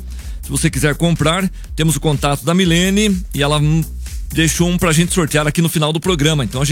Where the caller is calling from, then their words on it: Lajado Bonito, Paraná, Brazil; eu sou aqui do Lajado Bonito.